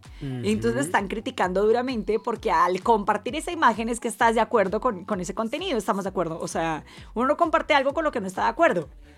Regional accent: Colombia; yo soy colombiana

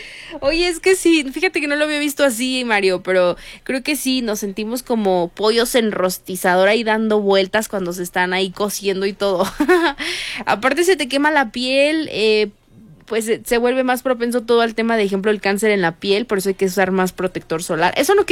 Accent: Colombia; Vos la conocés, pero no somos argentinos

